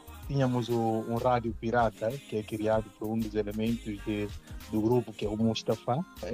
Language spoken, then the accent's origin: Portuguese; Bafatá, Guinea-Bissau; nós somos de Bafatá. Bafatá, que é uma das cidades da Guiné-Bissau